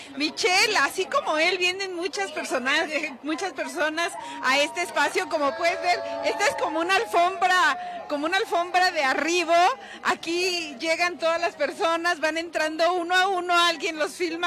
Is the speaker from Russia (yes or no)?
no; Mexico; pues así somos los mexicanos, festivos.